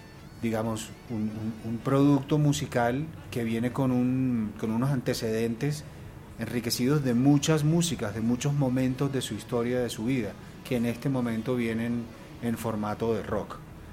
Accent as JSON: {"language": "Spanish", "town": "Barranquilla", "region": "Atlántico", "country": "Colombia", "said": "Barranquilla, particularmente, porque yo soy barranquillero, es un hervidero de migrantes."}